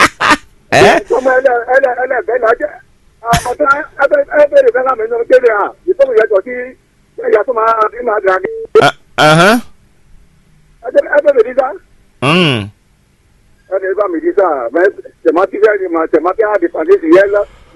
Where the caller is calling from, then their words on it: Djibouti; Très bien, moi j'appelle à Djibouti Boudessa.